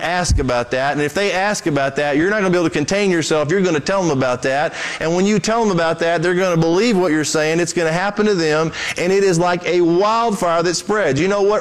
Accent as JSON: {"language": "English", "country": "Brazil", "tie": "born or raised there", "said": "I grew up in Brazil."}